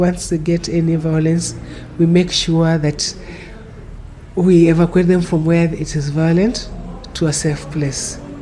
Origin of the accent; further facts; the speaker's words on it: Kilifi, Kilifi County, Kenya; I come from Kilifi, you know, I cannot travel to Kilifi.